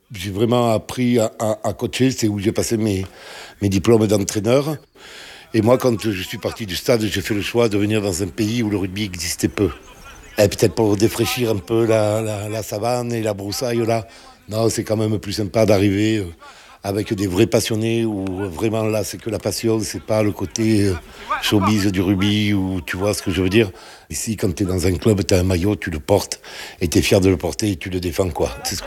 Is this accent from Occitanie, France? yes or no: yes; Grenade-sur-Garonne, Occitanie, France; accent: Grenade-sur-Garonne; now in Saint-Malo, France; Alors mon accent, non, il n'est pas tout à fait de Saint-Malo, il est d'un côté aussi sympa qui s'appelle Grenade sur Garonne